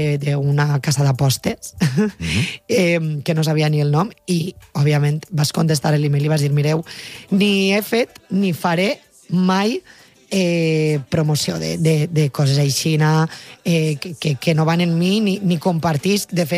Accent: Valencian Community, Spain; jo que sóc valenciana parlant en valencià a Catalunya.

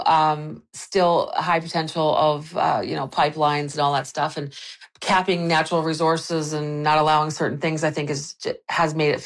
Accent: Newfoundland and Labrador, Canada; I mean, you come here, especially, like I said, as a Newfoundlander, you come here, you leave your family. You know, we all did travel 3,000 miles, stay away.

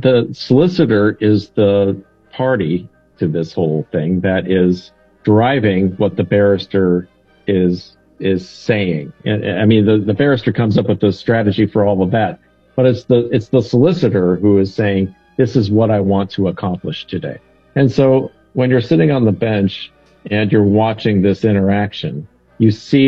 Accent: United States; as an American practitioner

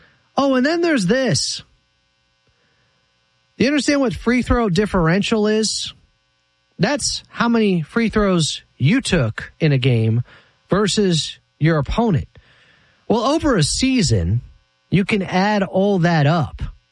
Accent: Sacramento, California, United States; Number one, as I mentioned, I'm from Sacktown.

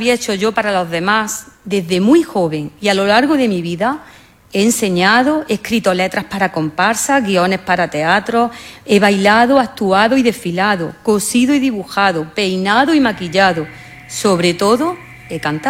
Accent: Arjonilla, Andalusia, Spain

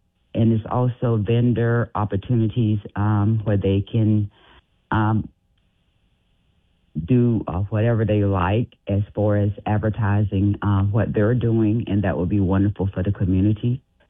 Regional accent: Raeford, North Carolina, United States; moved away as an adult; also born or lived in Fayetteville, North Carolina; now in Florida, United States; Yes, I'm a native of North Carolina. My hometown is Rayford, but I live my adult life in Fayetteville.

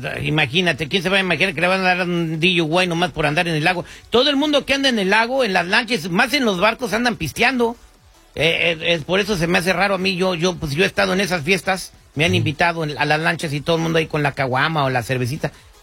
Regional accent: Mexico; now in United States; se aprovechen de la gente y nomás porque somos mexicanos.

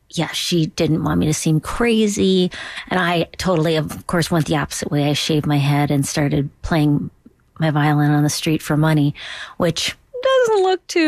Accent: Duluth, Minnesota, United States; I love Minnesota and I love Duluth, especially my hometown.

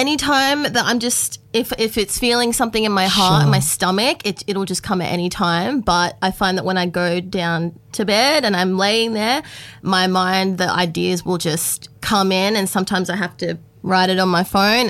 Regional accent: Grafton, New South Wales, Australia; also born or lived in Sydney / Gold Coast; now in Lismore, Australia; Yeah, so I was born and raised in Grafton. Moved to Sydney for a bit for uni, but then I've stayed in between the Gold Coast and now I'm based in Lismore.

